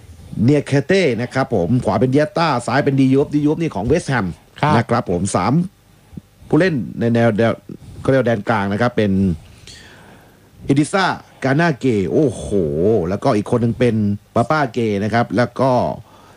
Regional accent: Southern Thailand, Thailand; ใช่ถ้าสวนยางเนี่ยผมก็เป็นคนใต้เหมือนกัน

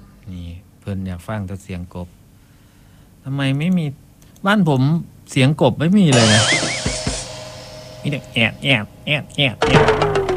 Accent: Ubon Ratchathani, Thailand; born there; น้องเป็นคนอีสานโดยกำเนิดนะครับลูกครึ่งเป็นลูกครึ่งครึ่งอำเภอเมืองกับอำเภอเขมราช

